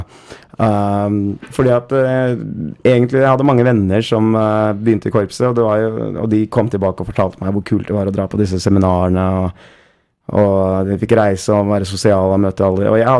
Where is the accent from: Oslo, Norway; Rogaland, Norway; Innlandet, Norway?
Oslo, Norway; Oslo, Nordstrand i Oslo.